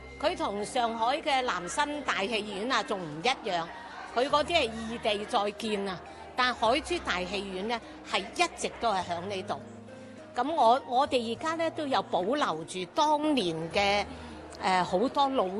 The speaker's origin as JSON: {"language": "Cantonese", "town": "Guangzhou", "region": "Guangdong", "country": "China", "said": "我哋广州人、我哋广东人"}